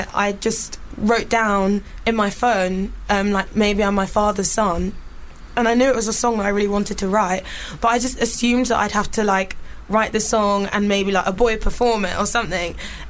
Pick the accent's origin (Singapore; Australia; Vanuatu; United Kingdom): United Kingdom; also born or lived in United States; I was living in the UK. That's where I was born in America, but I grew up here and lived here, like, from, like, 3 years old.